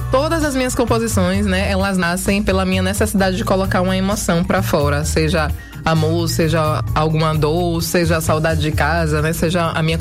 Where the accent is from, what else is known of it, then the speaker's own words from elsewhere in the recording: Cachoeira, Bahia, Brazil; Bom, eu nasci em Cachoeira, numa família que é muito musical. Tem um baixista, tem um cantora, né? Então eu cresci nesse cenário que foi sempre rodeado por música e nasci em Cachoeira